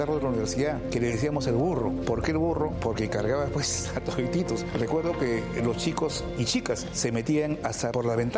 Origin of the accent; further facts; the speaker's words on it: Lima, Peru; Nací en mi casa en Lince, el 26 de agosto de 1958.